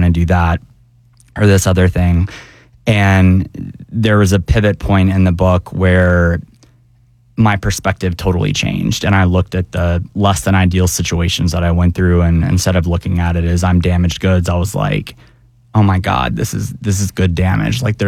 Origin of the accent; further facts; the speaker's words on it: the South, United States; I grew up gay in the South in the late 90s and early 2000s.